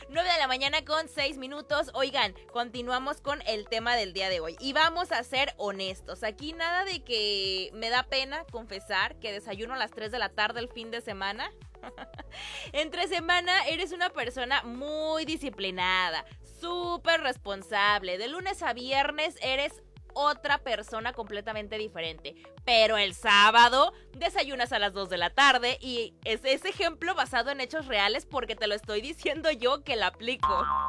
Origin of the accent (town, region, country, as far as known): Mexico